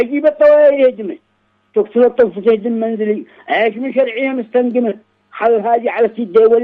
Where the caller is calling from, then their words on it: Sanaa, Amanat Al Asimah, Yemen; إحنا جاهزين هنا مرابطي في صنعاء